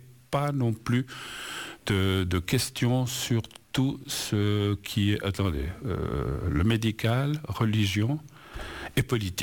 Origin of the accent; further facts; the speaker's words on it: Spain; C'est le cas, alors, jusqu'à présent, de l'Espagne, de mon pays d'origine, l'Espagne